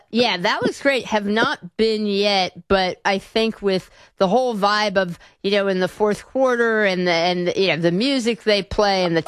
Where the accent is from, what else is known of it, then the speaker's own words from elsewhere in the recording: New York, United States; I have to say, you know, as a New Yorker, I was a little like, whatever, you know, go to Pittsburgh.